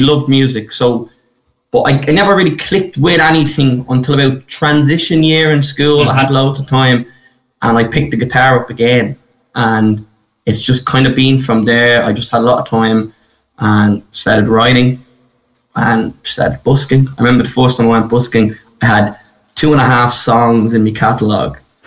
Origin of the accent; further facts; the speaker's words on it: Dublin, Leinster, Ireland; also born or lived in Finglas; I was born and raised in a place in North Dublin called Cabra. And most of my family are from Finglas, so I spent a lot of my upbringings around there. So, yeah, that's kind of my old stomping ground.